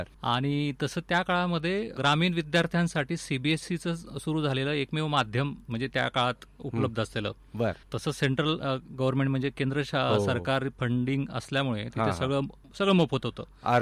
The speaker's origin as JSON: {"language": "Marathi", "area": "Jalgaon district", "region": "Maharashtra", "country": "India", "tie": "born or raised there", "also_born_or_lived": "Amalner / Tandulwadi / Bhusawal", "said": "माझा मूळ जिल्हा तसा जळगाव. 5वी पर्यंत मी गावाकडे शिकलो, जिल्हा परिषदेची शाळा होती."}